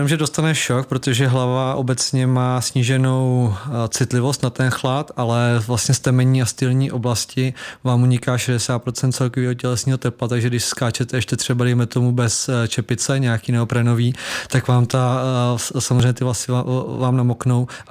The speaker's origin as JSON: {"language": "Czech", "region": "Vysočina Region", "country": "Czechia", "said": "jsem z Vysočiny a kousek od Jihlavy, kde bydlím"}